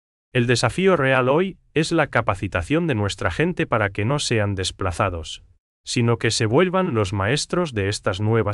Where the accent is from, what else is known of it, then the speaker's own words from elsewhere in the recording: Paraguay; es como nosotros, como sociedad paraguaya, decidimos usar esa tecnología para potenciar el trabajo humano